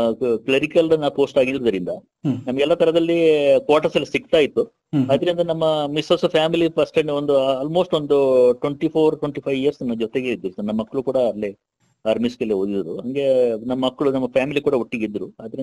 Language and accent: Kannada; Kodagu, Karnataka, India; moved away as an adult; ನಾವು ನಾರ್ಮಲ್ ಇಲ್ಲಿ ಕೊಡಗಿನೋದ್ರಿಂದ